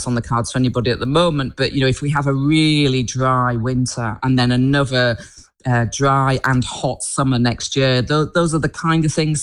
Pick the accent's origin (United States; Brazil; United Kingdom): United Kingdom; Yorkshire and the Humber; I was growing up in Yorkshire at the time, we had standpipes in the road